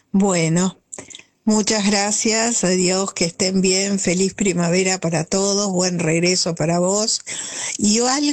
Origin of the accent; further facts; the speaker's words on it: Acasuso, Buenos Aires Province, Argentina; Hola Oscar … de Acasuso y quería contarte una historia de amor